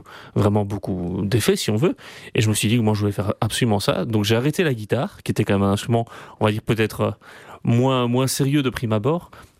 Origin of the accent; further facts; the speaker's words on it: Brussels, Belgium; Moi, je suis bruxellois